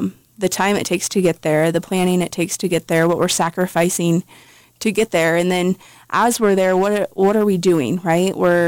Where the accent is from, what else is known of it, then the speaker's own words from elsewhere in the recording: Nebraska, United States; And just like the cultural aspect of it is different, even though we're all from Nebraska. It's just how my country roots came out a little bit.